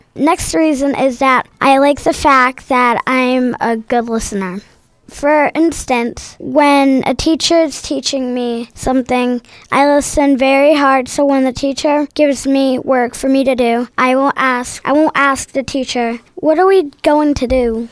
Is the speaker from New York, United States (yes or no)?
no; Pittsburgh, Pennsylvania, United States; I'm from Pittsburgh, Allegheny, K through 5.